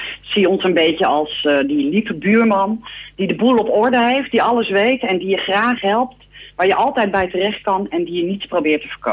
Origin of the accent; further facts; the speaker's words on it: Netherlands; we zijn als Nederlanders gewend ons te wapenen tegen de kou in de winter.